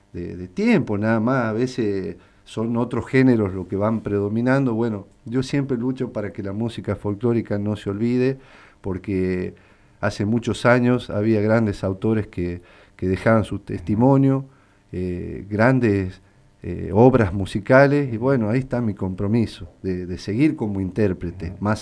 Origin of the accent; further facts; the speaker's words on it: Catamarca, Argentina; sentirnos orgullosos de lo que hemos creado como catamarqueños